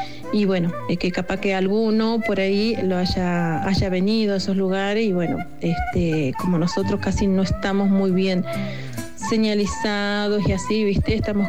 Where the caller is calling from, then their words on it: El Durazno, Catamarca, Argentina; Hoy me comunico y estoy hablando desde acá, desde mi pueblo, desde mi pequeño pueblito llamado El Durazno, departamento Belén, provincia de Catamarca